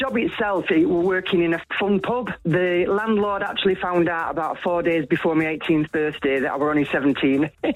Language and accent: English; Barnsley, Yorkshire and the Humber, United Kingdom; also born or lived in Wakefield; I was born in Barnsley, lived in Barnsley until I was till I was 17, and then I went to Wakefield for a while.